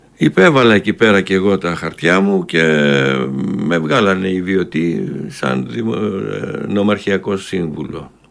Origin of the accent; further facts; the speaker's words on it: Thebes, Central Greece, Greece; άμα πας έξω στο εξωτερικό και πεις είμαι από τη Θήβα